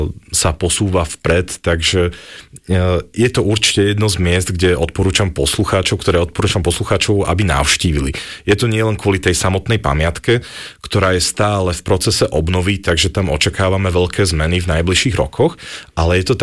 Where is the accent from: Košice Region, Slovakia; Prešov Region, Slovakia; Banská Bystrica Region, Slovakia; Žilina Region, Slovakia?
Košice Region, Slovakia; now in Bratislava, Slovakia